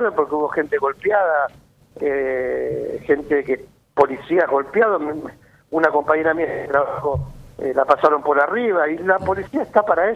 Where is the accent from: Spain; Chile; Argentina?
Argentina; Rosario, Santa Fe; a mí particularmente, que soy un rosarino de pura cepa